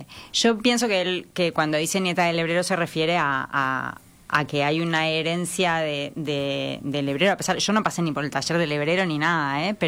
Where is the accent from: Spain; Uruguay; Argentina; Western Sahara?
Uruguay; accent: Uruguayan; Cuando vengo acá, todo el mundo me dice que tengo acento de fuera, que no tengo un acento uruguayo. Sin embargo, cuando hablo en mi casa, todo el mundo me dice que tengo un terrible acento uruguayo.